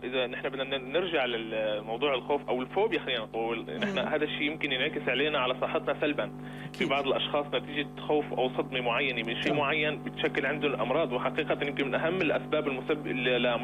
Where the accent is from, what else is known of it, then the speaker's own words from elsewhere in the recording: Syria; حقيقة نحن أبناء الساحل والشمال، شوفوا نحن بعد ما صار حادثة الزلزال بال 2023